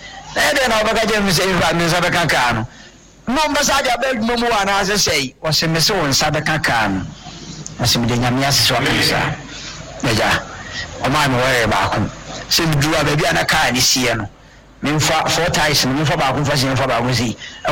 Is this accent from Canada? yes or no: no; Kumasi, Ashanti, Ghana; I'm from Kumasi.